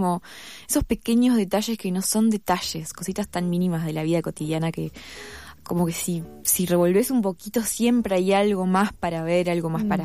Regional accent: Uruguay; moved away; me encanta ser uruguaya.

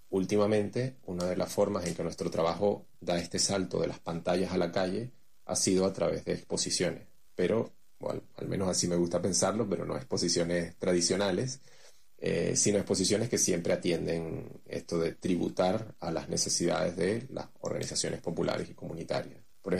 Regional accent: Caracas, Capital District, Venezuela; soy de Caracas, Venezuela

